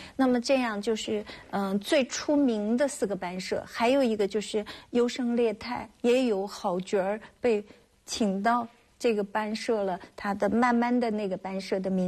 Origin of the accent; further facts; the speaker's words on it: Anhui, China; 我从小是在戏班里长大的，我是在那个安徽省京剧团那个大院里长大的